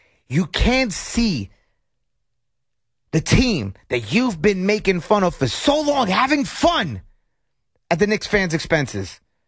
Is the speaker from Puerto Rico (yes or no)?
yes; Puerto Rico; they can kiss my Puerto Rican ass.